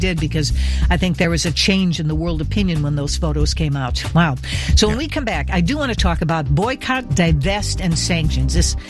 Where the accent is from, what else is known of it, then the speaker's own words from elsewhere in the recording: Mid-Atlantic, United States; accent: mid-Atlantic; I do. I have a mid-Atlantic accent.